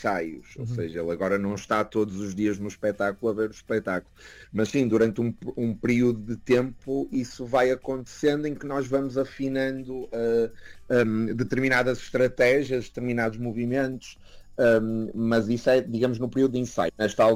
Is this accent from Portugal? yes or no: yes; Portugal; moved away